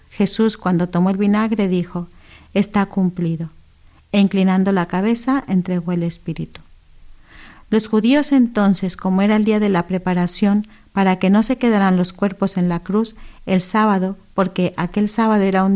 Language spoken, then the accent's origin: Spanish; Mexico; Estuve en México destinada también, en mi tierra.